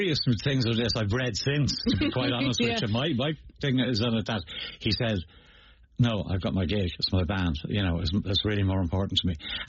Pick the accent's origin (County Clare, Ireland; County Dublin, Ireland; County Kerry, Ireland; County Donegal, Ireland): County Dublin, Ireland; Dún Laoghaire; in the Top Hat, where I grew up in Dunleary